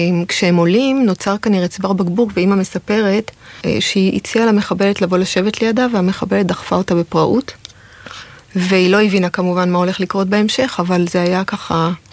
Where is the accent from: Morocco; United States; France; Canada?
France; המשפחה שלי באותה תקופה התגוררה בצרפת. אני נולדתי בצרפת, אבא נולד בצרפת